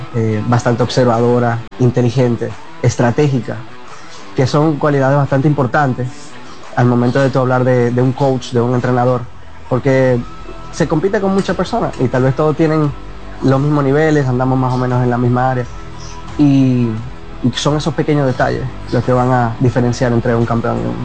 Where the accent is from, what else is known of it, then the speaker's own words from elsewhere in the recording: Concepción de La Vega, La Vega, Dominican Republic; Yo soy originalmente de La Vega, Concepción de La Vega en la casa.